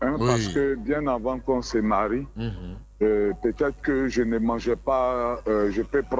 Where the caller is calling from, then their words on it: Abengourou, Comoé, Côte d’Ivoire; J'appelle d'Abangourou.